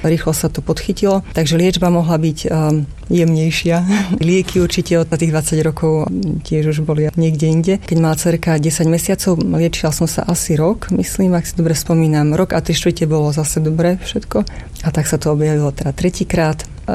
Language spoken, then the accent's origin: Slovak; Prešov, Prešov Region, Slovakia; Mňa už vlastne nechceli liečiť ani v Prešove, odkiaľ pochádzam, ani v Košiciach